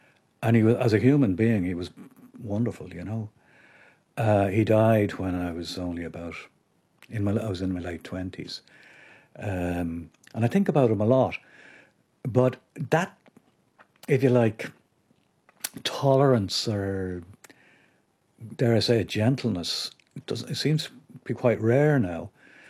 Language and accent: English; Ireland; We were both in a little way outsiders, being Irish at that time.